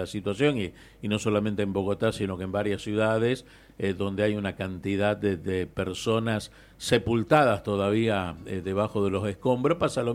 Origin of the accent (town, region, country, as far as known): Argentina